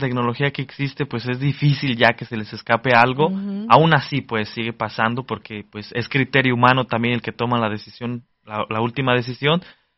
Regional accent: Mexico; este sentido de unidad, que ya sabemos que sí tenemos los mexicanos

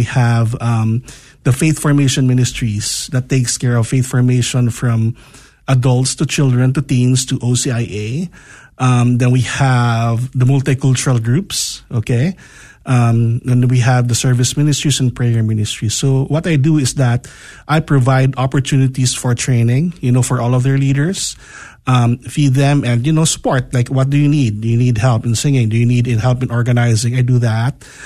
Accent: Philippines; moved away as an adult; now in Irving, United States; I'm Filipino. So basically, my story started in the Philippines.

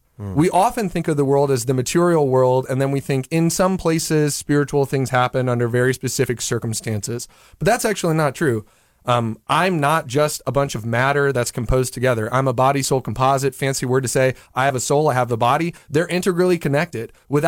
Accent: St. Louis, Missouri, United States; now in Omaha, United States; And I'm from St. Louis, Missouri, and I'm from North County, and there's a little bit of street cred there.

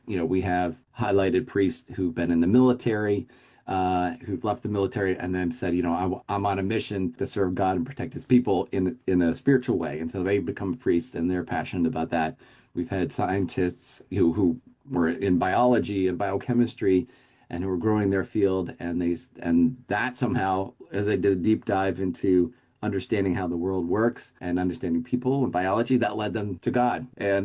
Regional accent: Philadelphia, Pennsylvania, United States; When we first started the ministry, it came from a point of saying, I'm from Philadelphia.

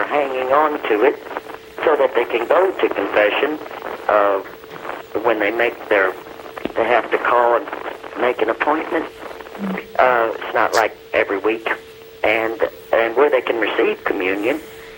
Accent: Louisville, Kentucky, United States; I'm from Louisville, Kentucky.

